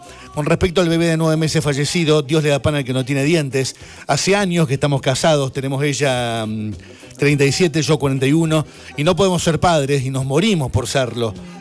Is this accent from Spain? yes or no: no; Córdoba, Argentina; accent: Cordobese; now in Mendoza, Argentina; de Mendoza. Con la tonada cordobesa me levanté mi señora. Arriba la tonada cordobesa.